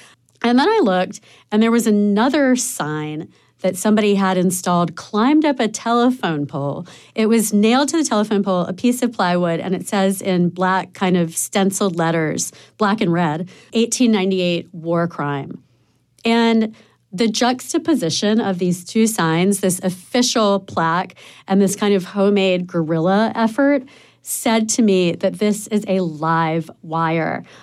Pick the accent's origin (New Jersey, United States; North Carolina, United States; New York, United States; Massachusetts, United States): North Carolina, United States; Wilmington; I mean, I grew up here in Wilmington, I should say.